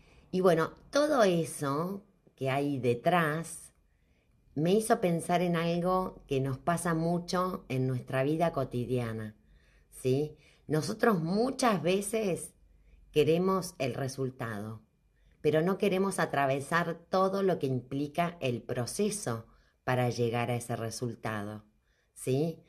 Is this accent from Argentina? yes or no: yes; Argentina; yo soy argentina